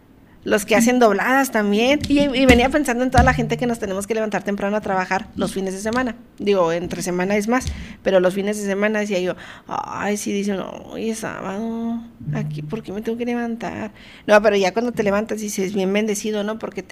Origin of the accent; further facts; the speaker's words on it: Mexico; soy mexicana.